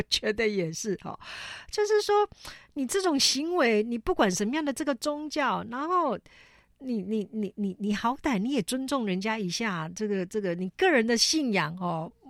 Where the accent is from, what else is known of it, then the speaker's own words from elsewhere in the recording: Taiwan; 我们同样身为是台湾人